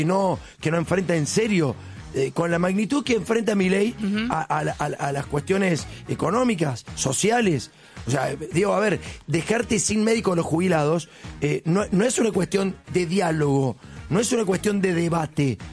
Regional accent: Córdoba, Argentina; Yo vengo de Córdoba y la verdad que no recuerdo.

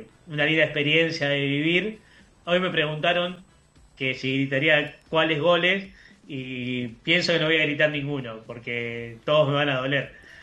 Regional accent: Argentina; Es como nosotros, somos todos argentinos, sea de un lugar o del otro, Argentina está primero

